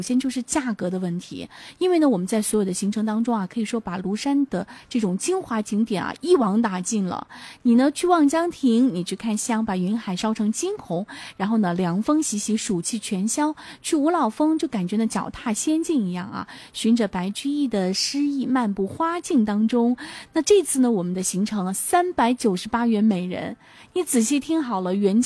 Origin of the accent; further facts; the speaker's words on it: Jiangxi, China; 你别说我们江西人了